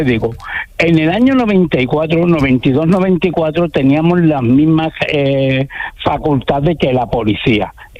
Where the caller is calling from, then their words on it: Andalusia, Spain; Estoy en la Costa del Sol.